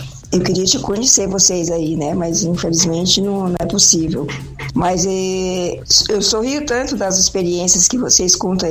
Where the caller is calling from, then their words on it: Iaras, São Paulo, Brazil; Eu sou aqui do interior de São Paulo, de uma cidadezinha bem pequena chamada Iaras.